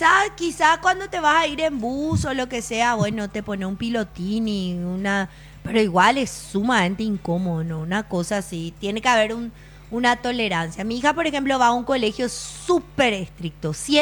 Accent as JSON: {"language": "Spanish", "country": "Paraguay", "said": "lo que nos toca como paraguayos"}